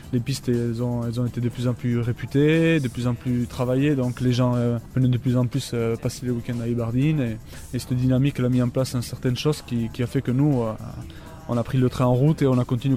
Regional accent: Saint-Jean-de-Luz, Nouvelle-Aquitaine, France; je suis de Saint-Jean-de-Luz

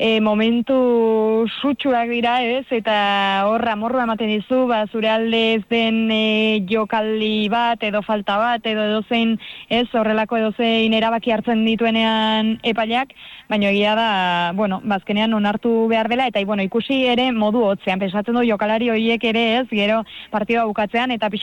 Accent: Lesaka, Navarre, Spain; baino nire herrian, Lesakan oroitzen naiz

